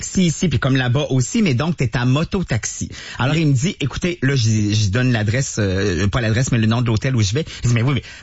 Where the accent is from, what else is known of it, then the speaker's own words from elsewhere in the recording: Quebec, Canada; Momo, un Marocain super sympathique, qui à mon accent m'avait reconnu comme Canadien.